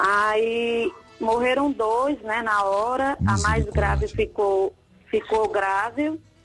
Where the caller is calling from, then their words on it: Ouricuri, Pernambuco, Brazil; De Uricuri, Pernambuco.